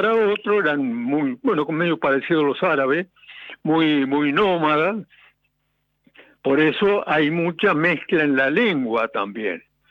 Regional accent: Huanguelén, Buenos Aires Province, Argentina; moved away; Mi pueblo se llama Huanguelén, quiere decir Lucero del Alba. Ahora, ¿por qué Lucero? Justamente yo nací en la estancia El Lucero

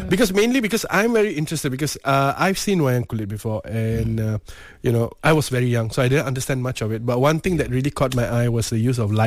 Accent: Malaysia; Because I'm Malaysian to the core

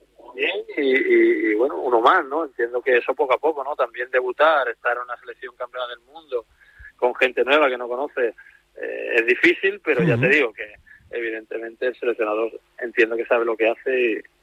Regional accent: Jerez, Andalusia, Spain; yo estoy muy contento aquí en mi tierra, estoy muy contento en Jerez, se vive muy bien, muy tranquilo

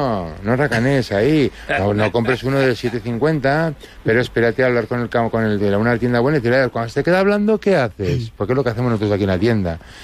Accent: Navarre, Spain; Pero a mí, por ejemplo, como soy de Navarra y somos bastante tradicionales, me seguía tirando más el rosa de barbastro tradicional grande

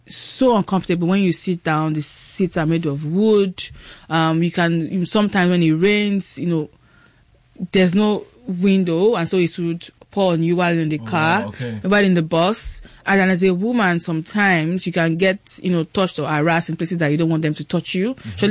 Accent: Ibadan, Oyo, Nigeria; I grew up in Ibadan. I wasn't used to that hard life

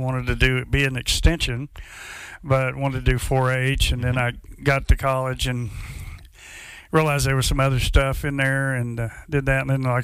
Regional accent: Tuttle, Oklahoma, United States; I grew up in Tuttle, Oklahoma.

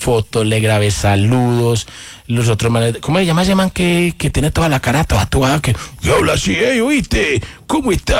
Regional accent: Medellín, Antioquia, Colombia; nosotros somos los rockeros de Medellín.

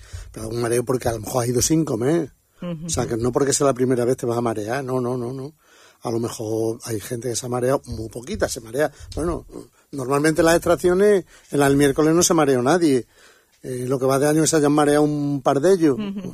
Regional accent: Don Benito, Extremadura, Spain; los calabazones, que mi pueblo

